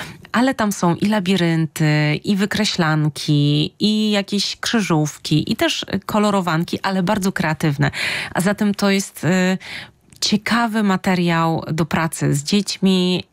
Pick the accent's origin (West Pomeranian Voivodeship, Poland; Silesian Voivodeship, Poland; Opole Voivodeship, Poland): West Pomeranian Voivodeship, Poland; Szczecin; born there; jako szczecinianki z urodzenia i z wyboru